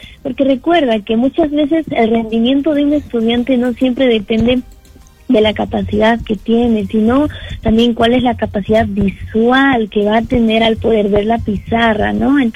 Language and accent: Spanish; Cusco, Peru; como nosotros somos de Cusco, o sea, también se puede como transferir a Cusco, ¿no?